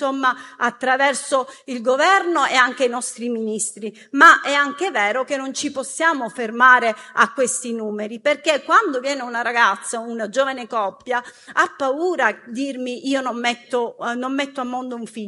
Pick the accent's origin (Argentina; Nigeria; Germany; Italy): Italy; Sicily; in Sicilia, che è la mia terra